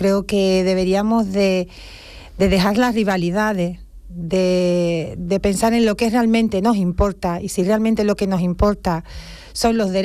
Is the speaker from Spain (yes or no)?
yes; Spain; yo me considero española también